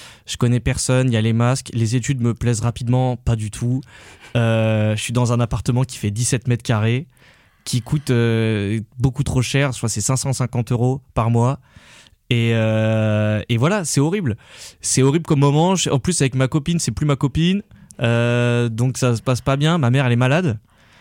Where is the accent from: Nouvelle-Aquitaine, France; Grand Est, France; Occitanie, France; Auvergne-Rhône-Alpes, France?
Auvergne-Rhône-Alpes, France; Grenoble; born or raised there